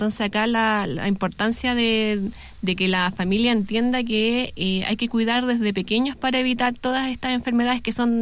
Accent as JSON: {"language": "Spanish", "country": "Chile"}